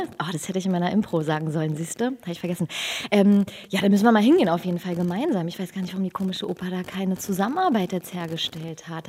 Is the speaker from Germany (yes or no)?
yes; Berlin, Germany; accent: Berlinerisch; Das ist total echt. Ja, ich bin in Hellersdorf aufgewachsen. Meine Vaters Seite, die sind alle Berliner. Also das ist in meinem Blut drin, deswegen, ja.